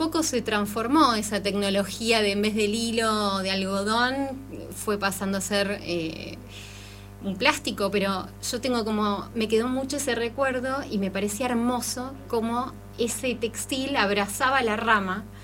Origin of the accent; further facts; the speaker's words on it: Neuquén, Argentina; also born or lived in Buenos Aires; yo de muy chiquita, porque crecimos en el Alto Valle, y en Neuquén